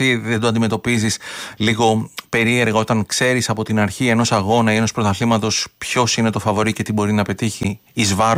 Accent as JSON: {"language": "Greek", "country": "Greece", "said": "το μέλλον WRC μας απασχολεί ως Έλληνες"}